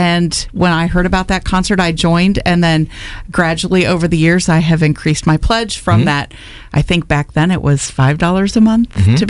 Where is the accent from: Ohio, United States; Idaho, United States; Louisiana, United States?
Ohio, United States; Cuyahoga Falls; when I was growing up in Cuyahoga Falls